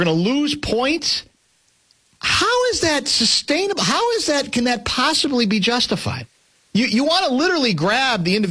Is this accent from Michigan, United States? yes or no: no; Texas, United States; I'm from Texas.